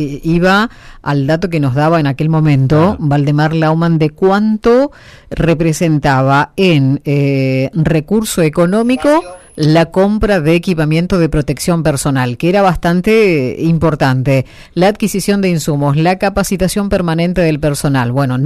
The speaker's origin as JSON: {"language": "Spanish", "country": "Argentina", "said": "Como argentino te digo"}